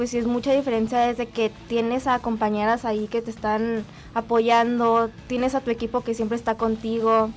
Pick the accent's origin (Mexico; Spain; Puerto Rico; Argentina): Mexico; Nayarit; yo crecí aquí en Nayarit